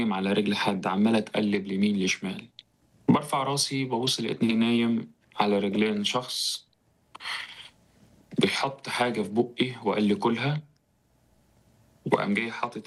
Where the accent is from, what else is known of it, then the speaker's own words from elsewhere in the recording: Egypt; born there; وانا اتولدت في مصر من خلفية اسلامية سنية،